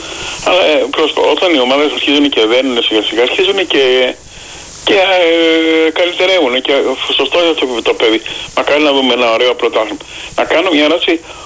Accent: Chania, Crete, Greece; Εγώ είμαι από Χανιά.

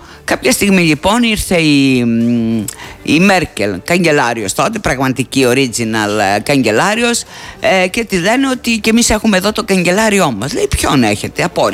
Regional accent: Heraklion, Crete, Greece; born or raised there; moved away

